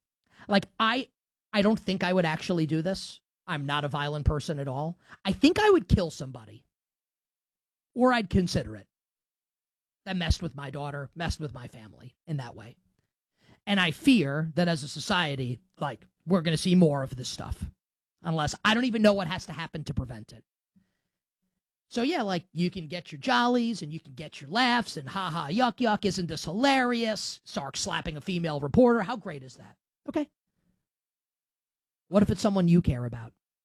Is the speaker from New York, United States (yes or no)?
yes; New York City, New York, United States; Growing up in the Northeast, growing up in New York City.